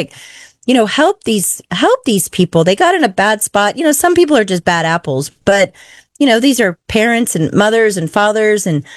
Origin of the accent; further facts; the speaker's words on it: Corpus Christi, Texas, United States; I'm from Crappus Christi